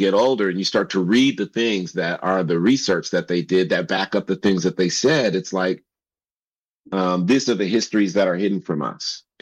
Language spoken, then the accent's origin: English; New York, United States; especially on the East Coast, because I grew up in New York, so on the East Coast, these scholars were all the time.